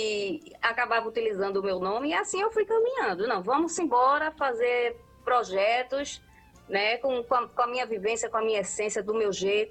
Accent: Recife, Pernambuco, Brazil; Eu sou pernambucana, recifense.

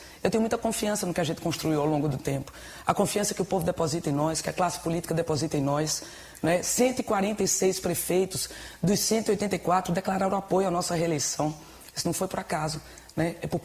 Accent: Pernambuco, Brazil; Importante, porque o Agreste de Pernambuco, de onde eu sou filha, que compõe 70 cidades

